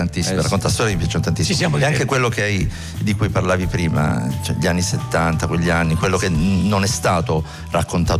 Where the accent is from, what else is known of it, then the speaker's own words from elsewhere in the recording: Apulia, Italy; moved away; io vengo dalla Puglia, però sono andato via ormai un certo numero